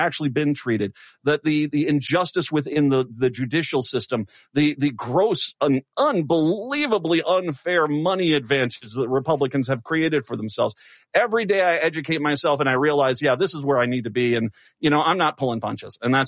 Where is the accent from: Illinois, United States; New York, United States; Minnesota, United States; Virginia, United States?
Minnesota, United States; born there; I'm from Minnesota, born here in 1968.